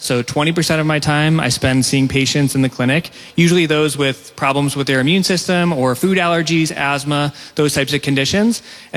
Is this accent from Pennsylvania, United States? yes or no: yes; Pennsylvania, United States; now in Pittsburgh, United States; I grew up in the Pine Ridgeland area